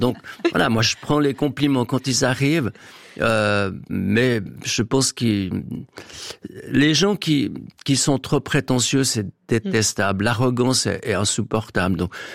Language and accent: French; Nyon, Vaud, Switzerland; also born or lived in Geneva; Alors moi, je suis un peu Vaudois, un peu Genevois, mais Genevois parce qu'on est proche de Genève. À Nyon, c'est ça, j'ai fait mes études à Genève, j'ai passé mon permis de conduire à Genève, j'ai fait du sport à Genève.